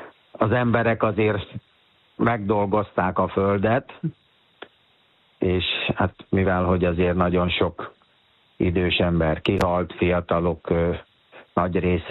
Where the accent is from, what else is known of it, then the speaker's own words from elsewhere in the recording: Pécs, Baranya, Hungary; also born or lived in Nagypall; Igen, az a szülőfalum is.